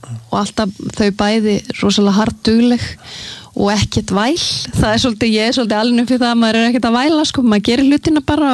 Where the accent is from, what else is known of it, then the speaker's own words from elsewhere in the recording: Sweden; ég alinn upp í Svíþjóð alinn upp við að læra tvö tungumál á sama tíma